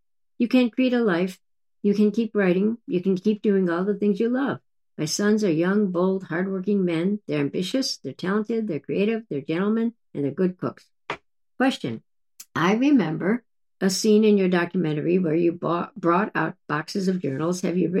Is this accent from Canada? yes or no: yes; Canada; I'm Canadian and I need butter.